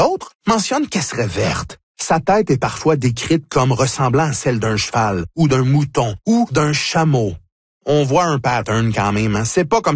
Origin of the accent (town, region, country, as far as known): Terrebonne, Quebec, Canada